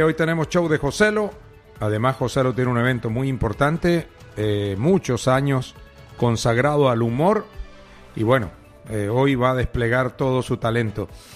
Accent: Chile; born there; yo nací en Chile, como todos ustedes saben, y yo me eduqué con monjas colombianas

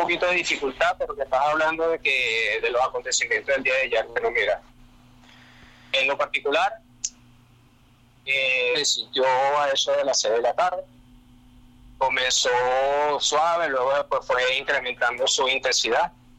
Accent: Caracas, Capital District, Venezuela; porque yo soy caraqueño, mis padres me cuentan que en el año 68, 69, por ahí hubo un terremoto similar en Caracas

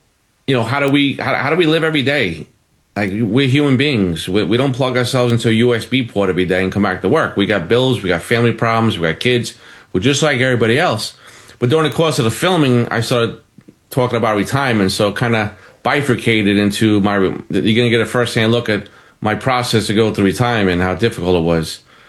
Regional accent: Brooklyn, New York, United States; born there; I was born in Bay Ridge and I reduced crime

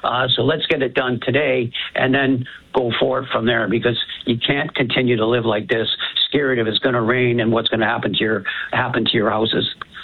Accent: St. Catharines, Ontario, Canada; But St. Catharines was hit, you know, like I said, I'm from St. Catharines.

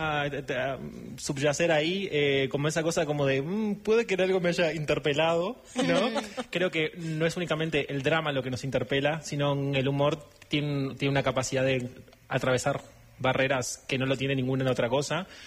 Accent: Uruguay; moved away as an adult; now in Madrid, Spain; Yo soy de Uruguay. Me formé en la Escuela Nacional de Ópera allá

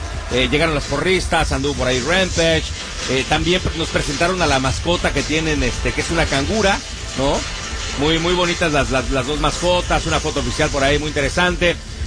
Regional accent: Mexico City, Mexico; En la Ciudad de México.

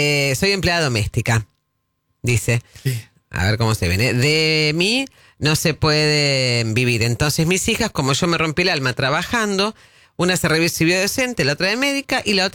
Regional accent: La Plata, Buenos Aires Province, Argentina; Yo soy platense. No. Cuando me conviene, soy platense.

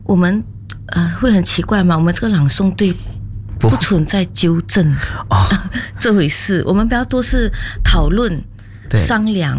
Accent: Malaysia; 我们马来西亚人嘛，发音肯定是没有这么字正腔圆。

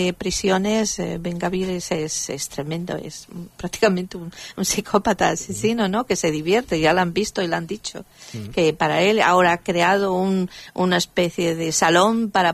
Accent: Spain; llego yo, que soy española, la más mayor de todas, tenía 63

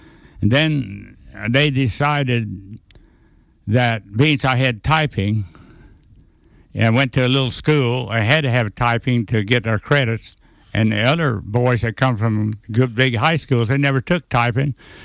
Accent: Dalhart, Texas, United States; because I come from Dalhart, Texas, right through the wheat country.

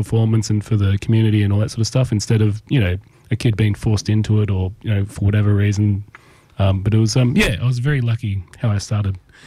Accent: Tamworth, New South Wales, Australia; I grew up in Tamworth, yes.

